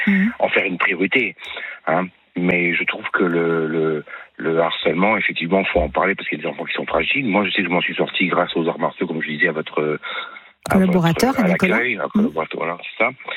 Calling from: Corsica, France; comme on dit chez moi en Corse

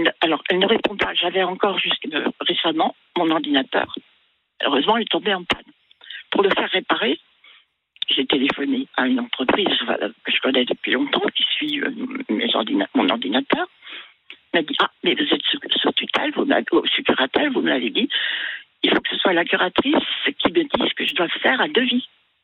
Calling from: France; Bien sûr, j'ai travaillé à l'étranger. Mais je suis rentrée quand même depuis 30 ans en France. Je suis française de base.

